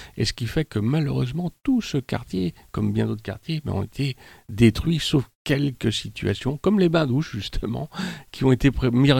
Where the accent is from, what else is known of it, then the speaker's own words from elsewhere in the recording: Saint-Nazaire, Pays de la Loire, France; born there; Ma mère est française. Et donc. Je suis né en 1960 à Saint-Nazaire, donc je connais très très bien ce terroir-là, toute cette communauté-là.